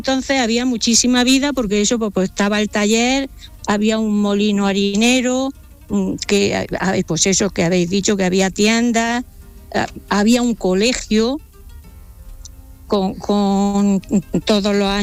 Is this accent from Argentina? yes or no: no; Huéscar, Andalusia, Spain; born there; soy vecina, como otras cuantas personas de Bujéjar, y precisamente ahora mismo estamos aquí en la aldea.